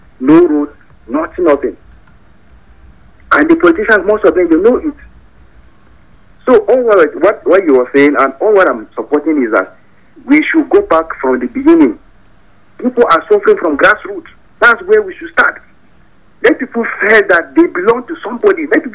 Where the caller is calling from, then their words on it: Nigeria; I'm calling from Chinwada.